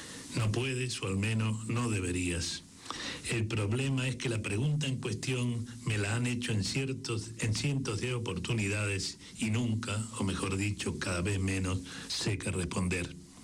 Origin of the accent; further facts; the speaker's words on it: Argentina; also born or lived in Sweden; de Argentina, pero viví 2 años en Suecia, como si eso en parte me redimiera. Tres, de España, pero soy argentino.